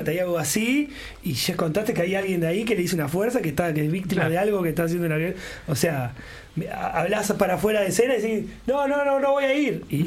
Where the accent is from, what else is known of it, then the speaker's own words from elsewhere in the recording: Uruguay; esa cosa media que somos los uruguayos